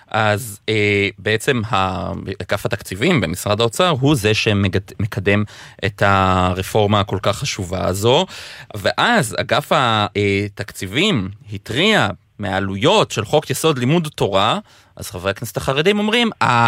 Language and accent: Hebrew; Haifa, Haifa District, Israel; אני חיפאי במקור, מאוד אוהב את חיפה